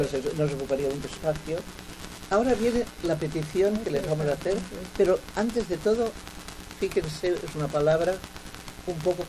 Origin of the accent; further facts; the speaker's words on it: Catalonia, Spain; first language Catalan; Spanish is a second language; yo mi lengua materna es catalán, porque estoy en Cataluña